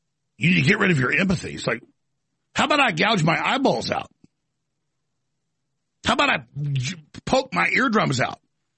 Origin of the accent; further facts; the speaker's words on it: Dallas, Texas, United States; For whatever reason, when I grew up in Dallas, it just happened a lot.